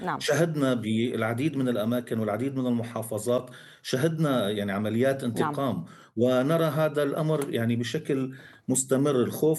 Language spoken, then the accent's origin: Arabic; Syria; هذا الأمر كلياته يعني بخلي فيه قلق عنا كسوريين وكضحايا أيضا، نحن يعني ضحايا بالنهاية.